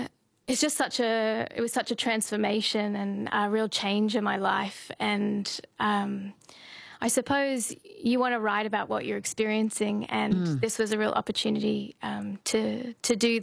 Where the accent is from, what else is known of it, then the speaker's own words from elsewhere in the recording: Brisbane, Queensland, Australia; I'm from Brisbane, but I've only just moved back this year.